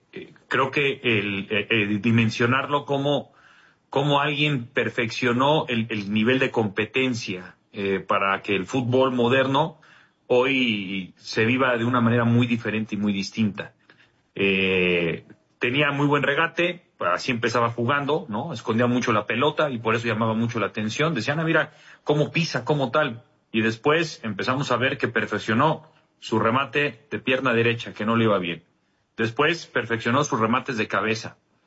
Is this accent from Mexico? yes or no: yes; Mexico; nosotros mismos como mexicanos